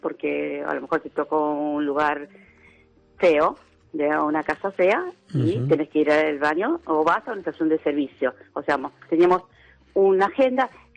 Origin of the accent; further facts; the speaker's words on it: Buenos Aires, Argentina; soy de La Paternal.